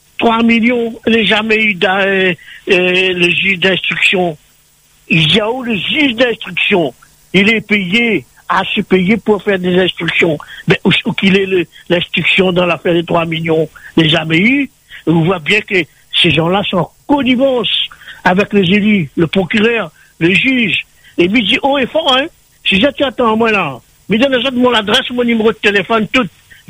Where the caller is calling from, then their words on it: Saint-Benoît, Réunion; j'habite à Saint-Benoît